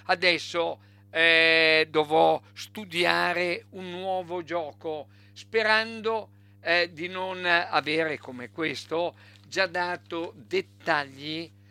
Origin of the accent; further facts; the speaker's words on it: Emilia-Romagna, Italy; born there; non sono nato lì, sono nato in maternità a Salso, ma ho vissuto dal 58 in poi in quel luogo.